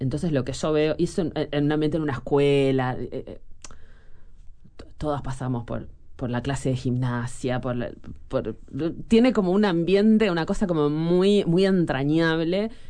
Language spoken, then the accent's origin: Spanish; Canelones, Uruguay; yo soy de Canelones